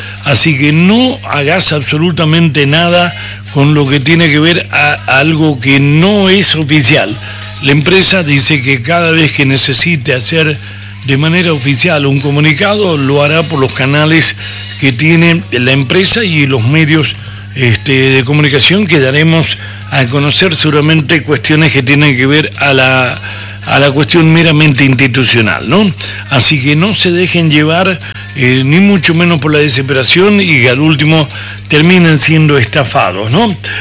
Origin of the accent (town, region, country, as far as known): Argentina